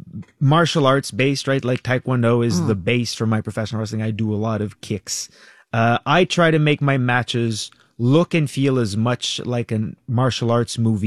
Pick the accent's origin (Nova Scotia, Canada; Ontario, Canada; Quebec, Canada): Quebec, Canada; Laval; So I'm from Laval